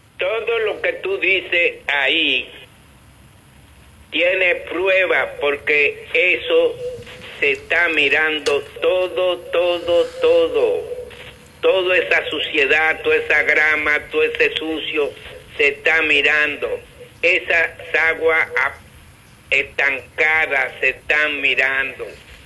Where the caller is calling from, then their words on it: San Pedro de Macorís, Dominican Republic; Tengo pena del pueblo macorizano, de mi pueblo.